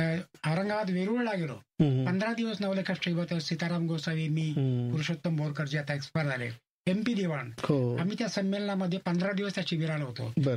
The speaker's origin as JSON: {"language": "Marathi", "town": "Sonai", "region": "Maharashtra", "country": "India", "tie": "born or raised there", "also_born_or_lived": "Nevasa", "said": "माझं बालपणी सोनईत गेलं"}